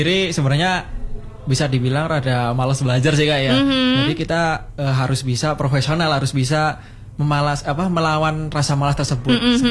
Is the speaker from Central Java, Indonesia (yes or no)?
no; Malang, East Java, Indonesia; Aku asal Gunung Kawi, Kak, Kromengan. Lebih tepatnya Kecamatan Kromengan.